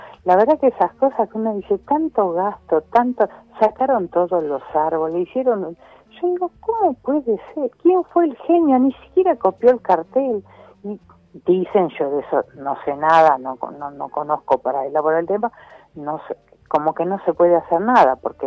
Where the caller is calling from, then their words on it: Buenos Aires, Argentina; los que somos viejos de Lugano ya lo sabemos